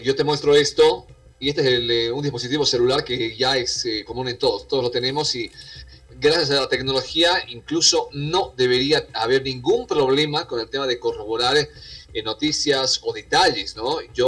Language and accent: Spanish; Bolivia; nosotros como bolivianos, los medios bolivianos se basan en los medios internacionales